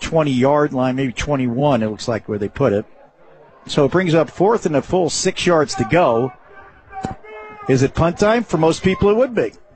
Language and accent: English; New Jersey, United States; moved away; I'm from Jersey